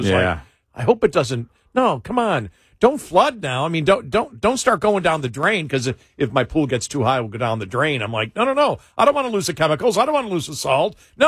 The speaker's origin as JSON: {"language": "English", "town": "Buffalo", "region": "New York", "country": "United States", "tie": "born or raised there", "said": "And I grew up in Buffalo, New York, and and not necessarily just rain, but sometimes in the winter, it would get so dark during the day."}